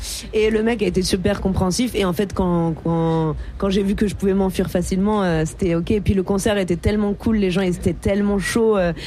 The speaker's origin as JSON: {"language": "French", "town": "Nice", "region": "Provence-Alpes-Côte d'Azur", "country": "France", "moved": "as an adult", "said": "Moi, je viens de Nice"}